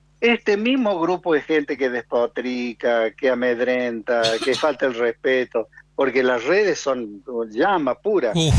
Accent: Argentina

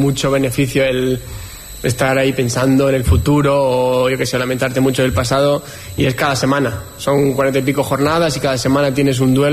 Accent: Basque Country, Spain; encima yo soy de aquí, de Euskadi

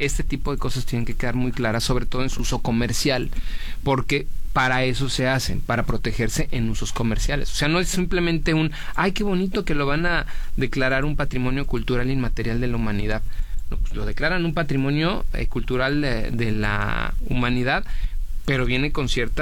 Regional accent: Mexico; Y yo como mexicano también tengo un derecho sobre ellas

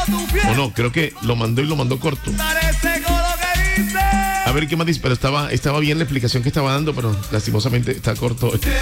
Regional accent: Colombia; más colombianos que nunca, orgullosos de mi tierra querida, Colombia

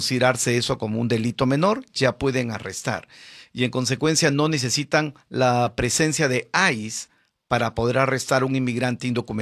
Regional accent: Peru; aún no siendo mexicano y soy de origen peruano, tengo el corazón mexicano.

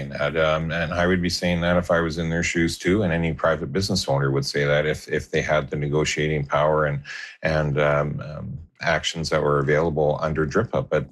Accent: Kamloops, British Columbia, Canada; I think it's because I'm from the Kamloops area and I have that interior pragmatism and common sense to me

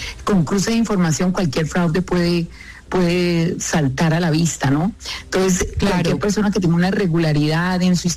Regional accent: Colombia; now in United States; yo soy colombiana de raca, sí, mandraca, a mí todo tiene que ver en Colombia, con Colombia y para Colombia y por Colombia.

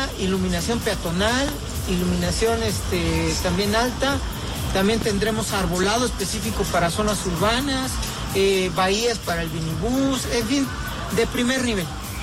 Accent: Oaxaca, Mexico

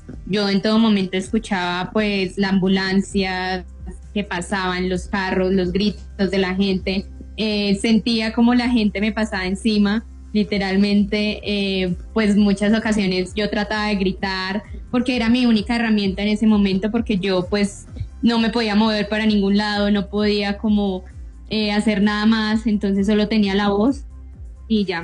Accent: Tolima, Colombia; now in Manizales, Colombia; Sí, yo vengo originalmente del Tolima, pues yo vine más que todo a Manizales porque es una ciudad muy tranquila

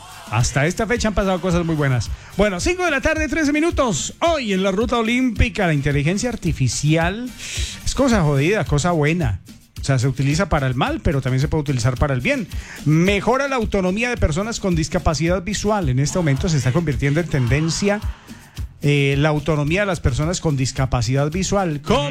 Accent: La Merced, Caldas, Colombia; born or raised there

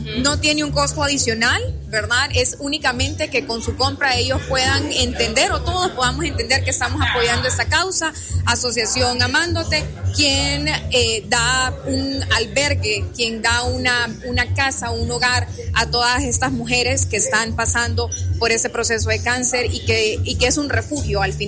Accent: Honduras; Yo soy de Honduras

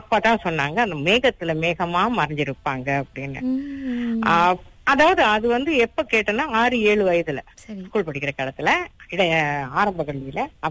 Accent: Kuala Lumpur, Malaysia; நான் பிறந்த ஊர் வந்து கோலாலம்பூர் தான். எடிம்ப்ரோ தோட்டம்னு ஒரு தோட்டத்துல பிறந்தேன். 6 வயது வரைக்கும் அந்த ஸ்கூல்ல அங்கதான் இருந்தோம். அதற்கப்புறம் பட்டணத்துக்கு வந்துட்டோம். ஆனா நான் படிச்சதுலாம் எடிம்ப்ரோ தமிழ் பள்ளி.

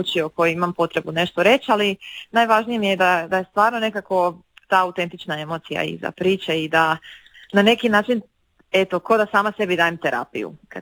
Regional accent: Osijek, Osijek-Baranja County, Croatia; Iz Osijeka sam, evo već sam 10 godina na našoj glazbenoj sceni

